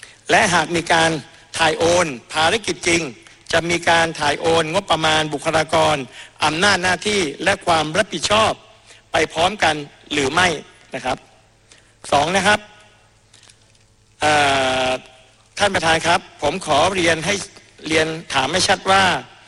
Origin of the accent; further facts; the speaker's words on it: Surat Thani, Thailand; เช่นผมเป็นคนจังหวัดสุราษฎร์ธานีดังคำฝันคือเมืองร้อยเกาะ